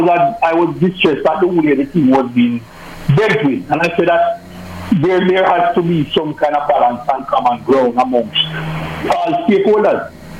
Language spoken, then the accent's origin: English; Jamaica; I am a Jamaican